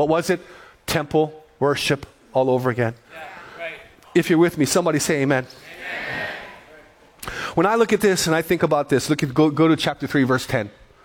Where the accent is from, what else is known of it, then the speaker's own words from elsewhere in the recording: Hawaii, United States; Like, I'm from the Big Island. I go home every once in a while, and I will drive by my old high school